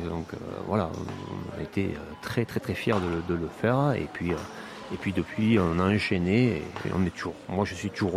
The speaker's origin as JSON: {"language": "French", "region": "Grand Est", "country": "France", "said": "je viens de Moselle"}